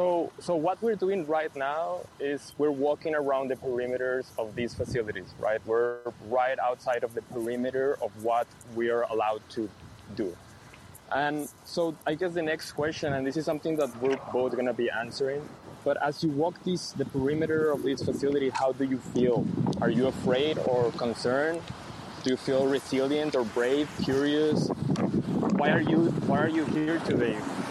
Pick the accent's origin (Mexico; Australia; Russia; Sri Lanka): Mexico; moved away as an adult; now in United States; I'm a visual artist. I was born in Mexico. I'm originally from Mexico, but I have spent a few years in the United States, living in the United States